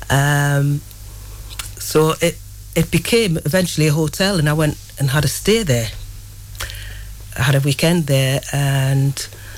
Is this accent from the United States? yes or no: no; Wallsend, North East England, United Kingdom; I grew up in one of those steel-clad prefabs, post-war prefabs, on a council estate in Wallsend.